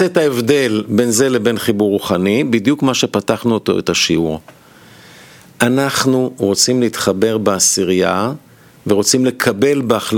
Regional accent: Kiryat Gat, Southern District, Israel; also born or lived in Haifa; הוא בא ממרוקו וההורים שלי עלו מהונגריה. הוא גר בחיפה ואני גדלתי בקריית גת.

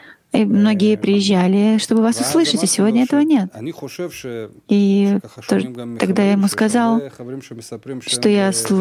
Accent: Dublin, Leinster, Ireland; из Даблина, и наша стажировка закончилась, и скоро мы уезжаем домой.

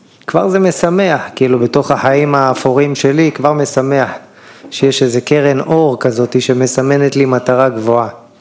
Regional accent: Elyashiv, Central District, Israel; now in Petah Tikva, Israel; אני מושבניק, ממושב אלישיב בעמק חפר. יום שלישי זה יום הורים, אנחנו מבקרים את אבא שלי באלישיב ואת אבא של אשתי בנתניה. אנחנו גרים בפתח תקווה

